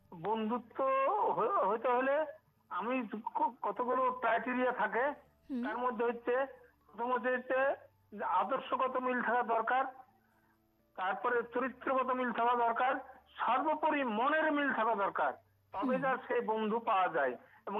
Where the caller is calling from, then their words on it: Baharampur, West Bengal, India; আমি পশ্চিমবঙ্গের মুর্শিদাবাদ জেলার বহরমপুর থেকে … বলছি দিদি।